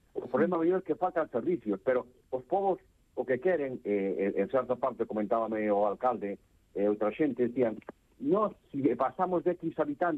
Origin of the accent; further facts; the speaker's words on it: Vilagarcía de Arousa, Galicia, Spain; porque eu son de Vila García